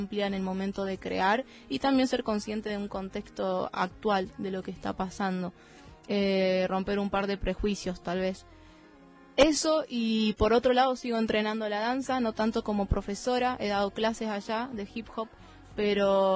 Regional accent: Villa Mercedes, San Luis, Argentina; moved away as an adult; now in Buenos Aires, Argentina; Yo soy de Eva Perón, de Villa Mercedes

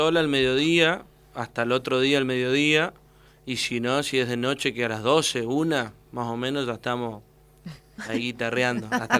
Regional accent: Chaco, Argentina; now in Córdoba, Argentina; porque soy chaqueño.

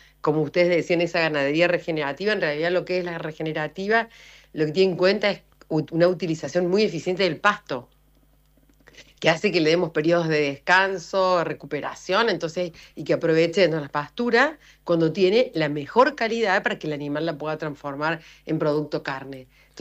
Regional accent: Córdoba, Argentina; accent: cantito cordobés; no hay duda de dónde provengo, nosotros somos muy orgullosos de Córdoba

